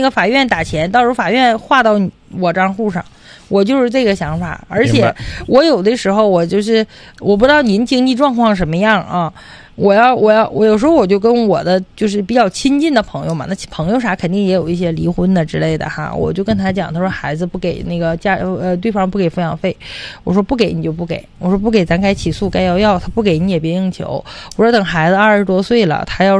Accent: Changchun, Jilin, China; 可能要比咱们长春这边就要这个贵呗，

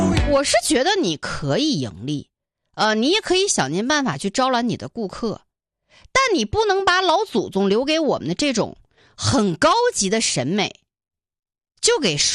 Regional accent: Northeast China, China; accent: Northeastern dialect; 我们东北话说呢，就是大本喽

